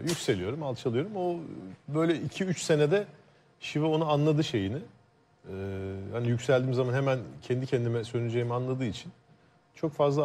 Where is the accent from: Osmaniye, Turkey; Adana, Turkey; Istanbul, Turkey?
Istanbul, Turkey; Kadıköy'de büyüdüm ben.